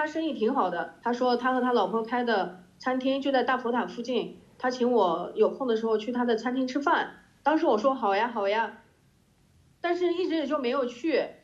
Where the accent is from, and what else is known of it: China